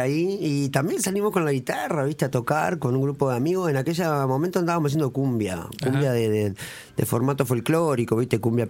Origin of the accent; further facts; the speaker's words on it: Salto, Uruguay; Es y salteña, porque se hace desde acá y yo soy de acá